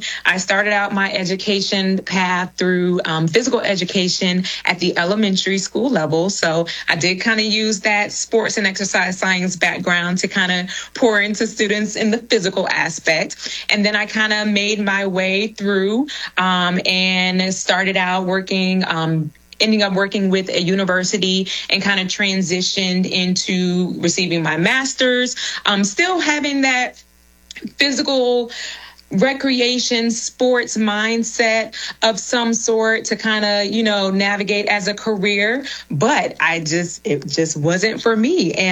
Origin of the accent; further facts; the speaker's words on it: Jacksonville, Florida, United States; moved away as an adult; now in Orlando, United States; I am originally from Jacksonville, Florida. So go Jags. I currently reside in the Orlando area. I moved here to attend the University of Central Florida